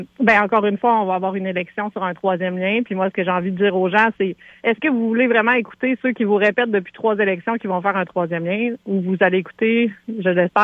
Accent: Montmagny, Quebec, Canada; Ben, en fait, c'était déjà... Moi, je viens de Montmagny, hein? Donc, oui.

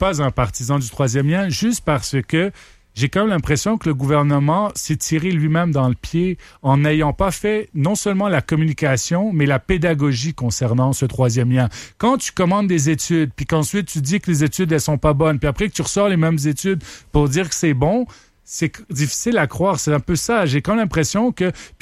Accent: Montreal, Quebec, Canada; moved away as an adult; now in Estrie, Canada; Oui, j'habite en Estrie. Je suis un gars de Montréal qui a étudié un peu à l'étranger, mais qui habite depuis au moins 4-5 ans maintenant en Estrie.

